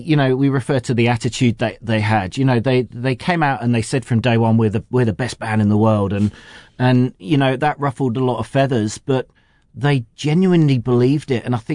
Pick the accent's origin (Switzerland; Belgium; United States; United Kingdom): United Kingdom; England; moved away as an adult; now in Wellington, New Zealand; I grew up in England. I moved to Aotearoa 18 years ago